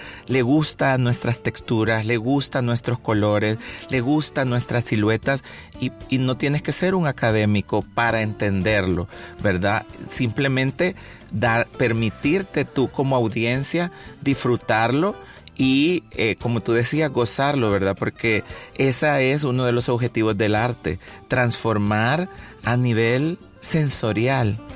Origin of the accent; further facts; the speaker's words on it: El Salvador; nosotros proponemos como artistas salvadoreños